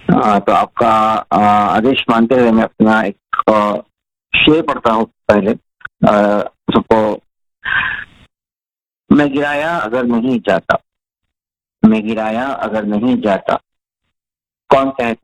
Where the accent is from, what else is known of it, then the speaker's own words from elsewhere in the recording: Indore, Madhya Pradesh, India; moved away as an adult; also born or lived in Ujjain / Ghaziabad; now in Dubai, United Arab Emirates; इंदौर में पला बढ़ा और मेरी शिक्षा उज्जैन में हुई।